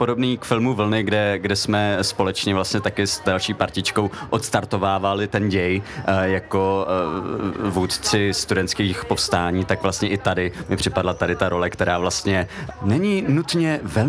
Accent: Havlíčkův Brod, Vysočina Region, Czechia; jsem vyrůstal na Vysočině v Havlíčkově Brodě

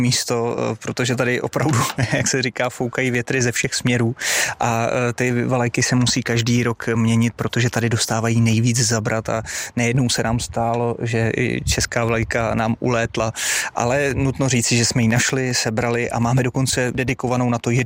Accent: Turnov, Liberec Region, Czechia; now in East Bohemia, Czech Republic; já jsem naplavenina tady v tomto kraji, pocházím z Turnova, ze srdce českého ráje. A my tam máme skály, jo, nebo Kozákov, nebo něco takového.

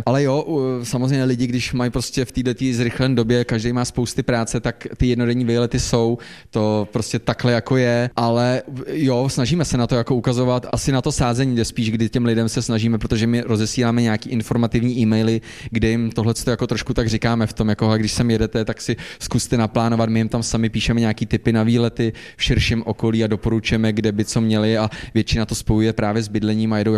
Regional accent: Plzeň Region, Czechia; já sice jsem ze Šumavy, ale já znám spíš tu západní část tady u nás okolo Železnorucka, Modrava, Kvilda a takhle

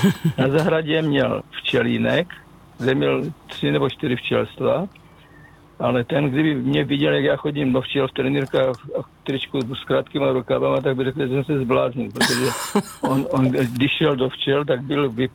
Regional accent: Žeravice, South Moravian Region, Czechia; moved away; also born or lived in Kyjov; První místo moje na světě se jmenuje Žeravice, obec Žeravice.

